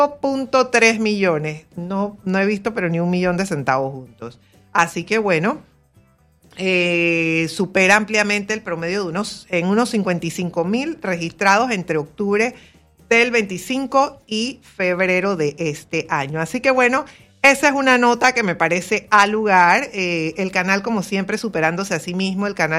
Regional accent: Panama City, Panamá, Panama; siendo panameña, siendo capitalina, habiendo crecido con la cultura canalera

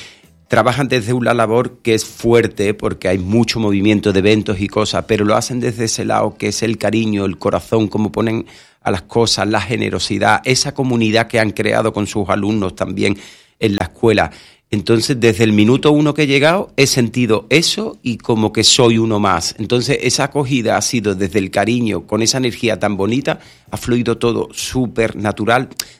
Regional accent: Seville, Andalusia, Spain; No soy el típico sevillano de mi ciudad, es la mejor y por supuesto que es bonita

